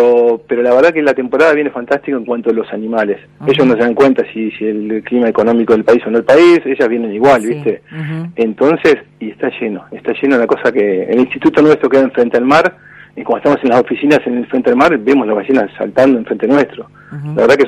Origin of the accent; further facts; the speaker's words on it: Bariloche, Río Negro, Argentina; also born or lived in Buenos Aires; now in Puerto Madryn, Argentina; yo soy mudado acá, vine hace 11 años a vivir. Ajá. Yo soy de Bariloche, estudié en Buenos Aires.